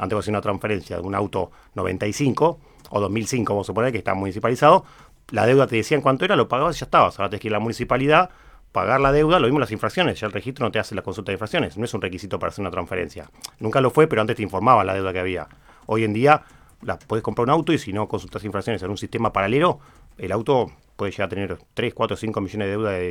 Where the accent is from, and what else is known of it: Argentina